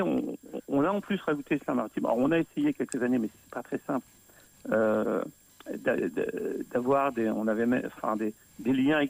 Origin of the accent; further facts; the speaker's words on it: Lorient, Brittany, France; born there; Je suis breton, engagé dans la culture bretonne et celtique. Je suis né à Lorient, mais ma mère est née à la frontière belge, et je connais très très bien la Belgique.